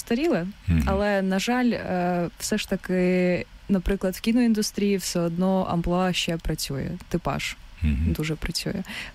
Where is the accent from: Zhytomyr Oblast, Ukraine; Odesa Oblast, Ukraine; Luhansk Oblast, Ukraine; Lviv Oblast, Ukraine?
Luhansk Oblast, Ukraine; бо я з Луганської області